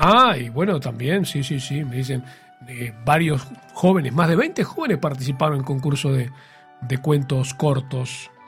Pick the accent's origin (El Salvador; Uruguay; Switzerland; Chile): Uruguay; Paso de los Toros, Tacuarembó; Somos de aquí, de Uruguay, de Paso de los Toros.